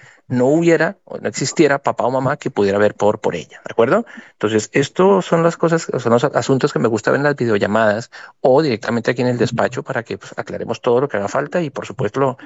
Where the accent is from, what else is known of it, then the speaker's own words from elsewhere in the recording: Colombia; now in Spain; entiendo que eres de origen colombiano como muchos de nosotros y nosotras, nosotros no somos españoles de origen